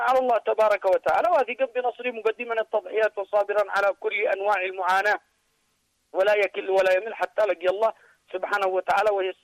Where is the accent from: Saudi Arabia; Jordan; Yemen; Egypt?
Yemen; ونحن كشعب يمني